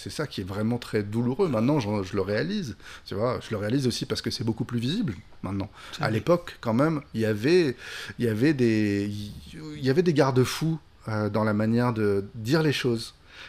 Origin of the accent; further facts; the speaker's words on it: France; now in Tunisia; je suis français aussi, mais je suis tunisien, je suis là depuis un an, j'apprends l'arabe parce que je l'ai jamais parlé à la maison